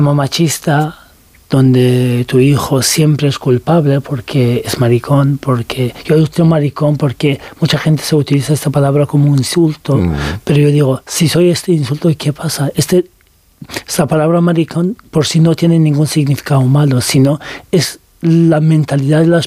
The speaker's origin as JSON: {"language": "Spanish", "country": "Turkey", "second_language": "Spanish", "lives_now": "Spain"}